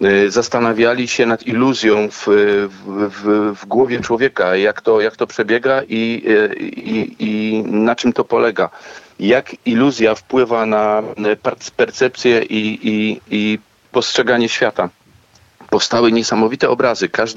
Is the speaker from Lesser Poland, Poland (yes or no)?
no; Ruda Śląska, Silesian Voivodeship, Poland; born there; first language Silesian; Polish is a second language; ja się urodziłem w Rudzie Śląskiej i tym moim pierwszym językiem serca takim jest śląski.